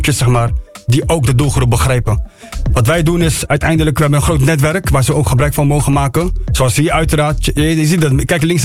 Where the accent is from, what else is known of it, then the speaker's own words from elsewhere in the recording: Eritrea; now in Netherlands; ik kom zelf uit Eritrea.